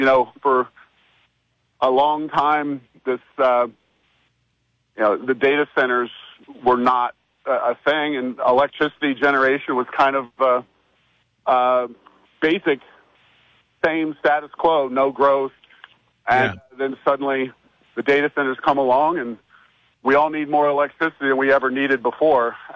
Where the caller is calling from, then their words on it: Roswell, New Mexico, United States; I am calling you from Roswell, New Mexico.